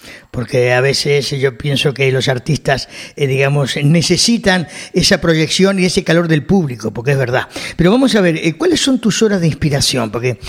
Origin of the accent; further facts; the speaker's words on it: Argentina; now in Canary Islands, Spain; aunque yo hace ya 40 años que estoy por aquí, soy argentino, pero me siento total y absolutamente canario